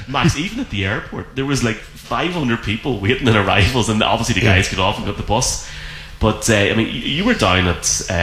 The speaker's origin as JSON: {"language": "English", "country": "Ireland", "said": "I was over in New Orleans on Wednesday and nearly died in the heat as an Irishman."}